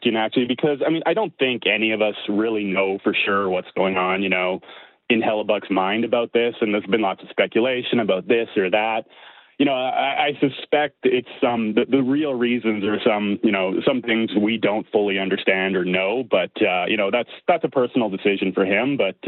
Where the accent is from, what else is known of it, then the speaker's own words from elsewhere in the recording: Winnipeg, Manitoba, Canada; now in Calgary, Canada; I was born and raised in Winnipeg. I live in Calgary now